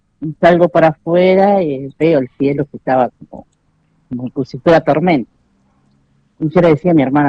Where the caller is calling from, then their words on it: Nueva Galia, San Luis, Argentina; Soy de Nueva Galia.